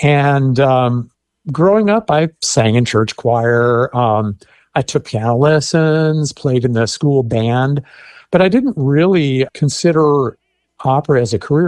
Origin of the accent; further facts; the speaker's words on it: Tulsa, Oklahoma, United States; I grew up in Tulsa